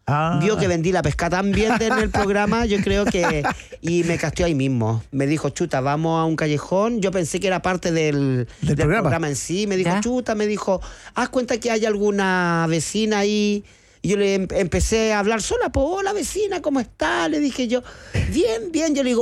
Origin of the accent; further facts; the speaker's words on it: Valparaíso, Chile; Y yo, como buena porteña, le dije, ¿de Chillán?